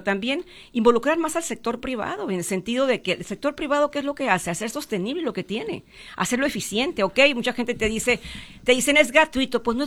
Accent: Huatabampo, Sonora, Mexico; Yo soy de Guatapo, soy mayo.

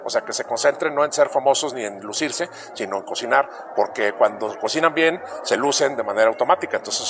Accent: Monterrey, Nuevo León, Mexico; Soy de Monterrey, bueno, joder.

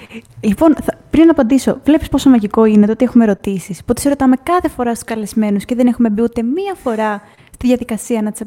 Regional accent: Trikala, Thessaly, Greece; also born or lived in Crete; Δηλαδή, είναι οι καταγωγές μου σίγουρα από τα Τρίκαλα και από την Κρήτη, από τα Τρίκαλα Θεσσαλίας, το χωριό μου, και από την Κρήτη.

